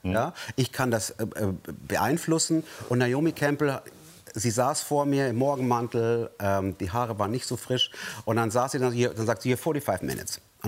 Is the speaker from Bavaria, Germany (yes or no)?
yes; Bavaria, Germany; Also ich komme aus Bayern